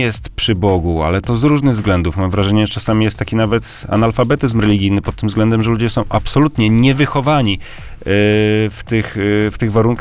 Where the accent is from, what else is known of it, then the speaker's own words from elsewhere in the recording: Zielona Góra, Lubusz Voivodeship, Poland; ja pochodzę z Zielonej Góry, także wiadomo. Przesiedleńcy